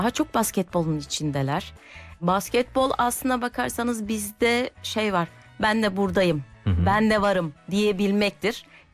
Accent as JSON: {"language": "Turkish", "town": "İskenderun", "region": "Hatay", "country": "Turkey", "tie": "born there", "moved": "as an adult", "lives_now": "Istanbul, Turkey", "said": "aslen İskenderun doğumluyum."}